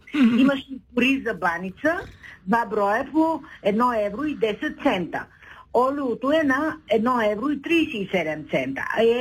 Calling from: Shumen, Shumen Province, Bulgaria; съм от Шумен.

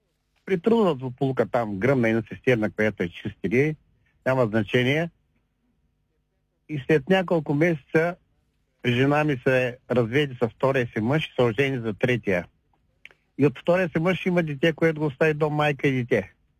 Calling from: Ruse Province, Bulgaria; аз съм от Русенско

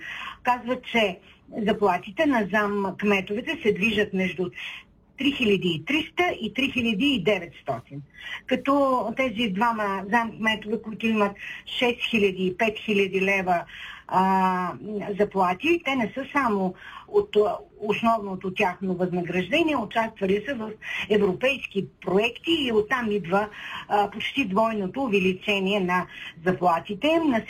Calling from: Shumen, Shumen Province, Bulgaria; съм от Шумен.

